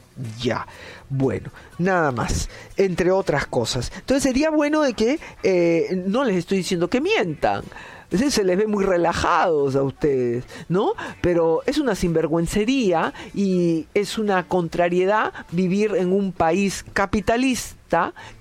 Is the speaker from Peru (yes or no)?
yes; Peru; moved away; nos adaptamos a cómo es este sistema, siendo peruanos